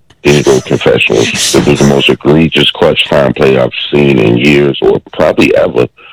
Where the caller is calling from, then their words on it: Virginia, United States